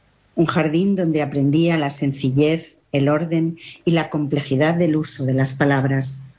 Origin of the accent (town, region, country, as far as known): Valladolid, Castile and León, Spain